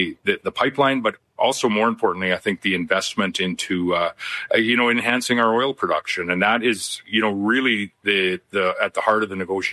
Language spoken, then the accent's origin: English; Canada; I'm not an Albertan, but I am a Canadian